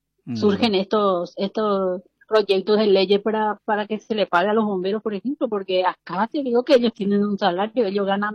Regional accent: Paraguay; now in Spain; fundar una asociación como paraguayo

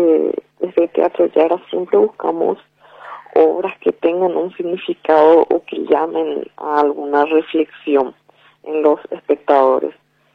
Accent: Yaguarón, Paraguarí, Paraguay; Somos de Yaguarón, pero en los últimos tiempos estuvimos ya presentando varias obras también en Asunción.

